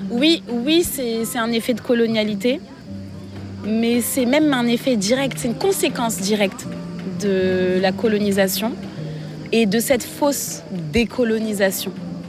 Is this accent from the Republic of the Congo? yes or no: yes; Republic of the Congo; born there; Parce qu'en soi, est-ce que tu m'entends parler ? Je suis née au Congo, hein.